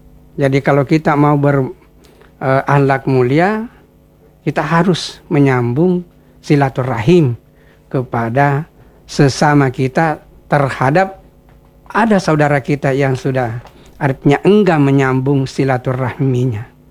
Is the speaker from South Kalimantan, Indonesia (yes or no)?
no; South Sulawesi, Indonesia; Kira-kira kita kalau kita orang Makassar atau orang Bugis, memaafkan orang yang berbuat zalim kepada kita tidak segampang itu ya, memaafkan orang.